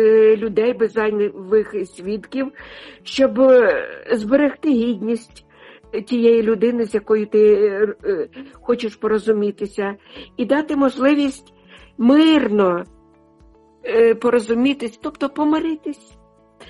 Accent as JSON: {"language": "Ukrainian", "region": "Sumy Oblast", "country": "Ukraine", "tie": "born or raised there", "moved": "yes", "lives_now": "Denmark"}